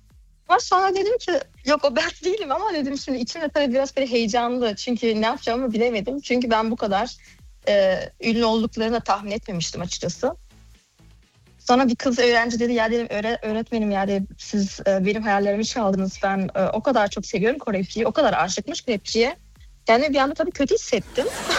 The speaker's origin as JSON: {"language": "Turkish", "country": "Germany", "tie": "born or raised there", "said": "Evet, Almanya'da doğdum. Almanya'da büyüdüm."}